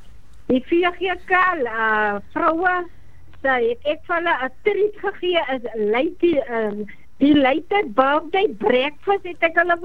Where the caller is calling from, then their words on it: Western Cape, South Africa; hier uit Aksela